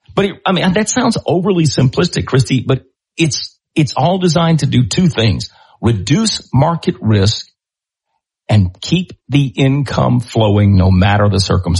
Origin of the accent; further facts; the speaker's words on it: Irwinville, Georgia, United States; I grew up in Irwinville, and when my dad got ready to build Faith Church on Highway 190